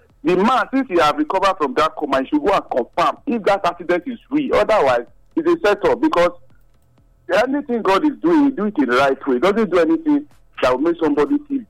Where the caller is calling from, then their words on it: Edo, Nigeria; now I'm calling from Edo State